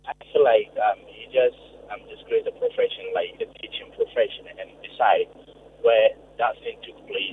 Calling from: Manchester, North West England, United Kingdom; calling from Manchester

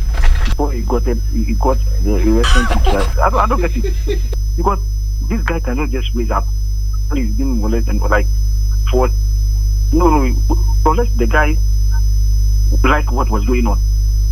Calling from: Ashaiman, Greater Accra, Ghana; calling from Ashama.

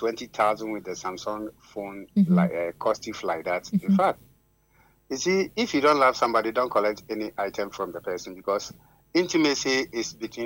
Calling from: Western North, Ghana; I'm calling from Western North, BBNA, to be precise.

